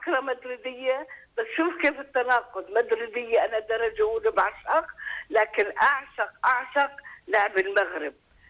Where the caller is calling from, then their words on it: Amman, Amman Governorate, Jordan; أنا من عمان